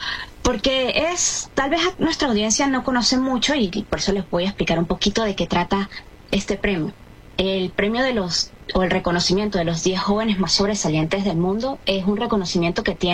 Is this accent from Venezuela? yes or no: yes; Venezuela; todo lo que hacemos como venezolanos y que nos representa.